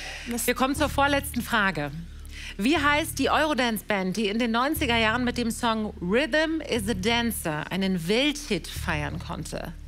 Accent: Berlin, Germany; Meine Heimat. Das ist richtig.

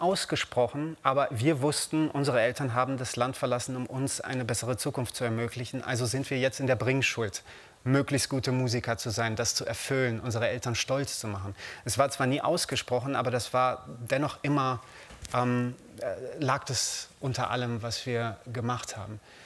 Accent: Germany; also born or lived in Romania; Ich war ja 2 Jahre und 8 Monate, als wir nach Deutschland gekommen sind.

